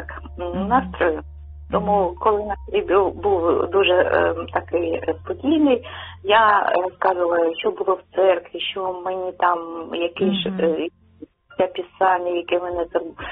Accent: Kharkiv, Kharkiv Oblast, Ukraine; я з Харкова.

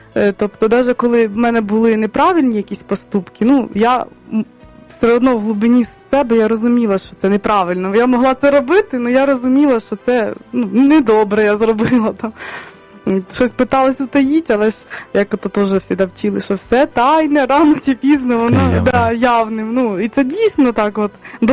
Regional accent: Kyiv, Ukraine; born there; Я народилася в Києві, в християнській сім'ї. Вдячна Богу, що в мене батьки християни

